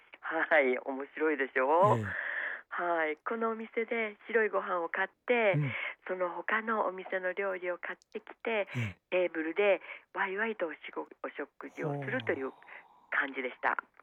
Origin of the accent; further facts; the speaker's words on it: Kansai, Japan; now in Kuching, Malaysia; 私も生まれ育ったのが大阪に近いところなので、